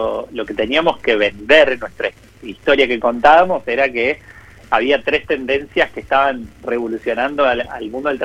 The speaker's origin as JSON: {"language": "Spanish", "region": "Córdoba", "country": "Argentina", "moved": "as an adult", "lives_now": "Buenos Aires, Argentina", "said": "Soy de Córdoba, pero bueno, hace 20 años que ya me vine a Buenos Aires y me quedé por acá."}